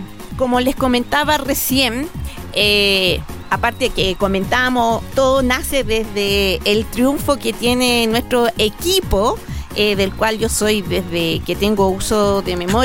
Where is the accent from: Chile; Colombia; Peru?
Chile; Calama, Antofagasta; moved away; yo soy de Cobreloa. Yo viví muchos años, desde que tengo uso de razón, en Avaroa, entre Bañado Espinosa y Antofagasta.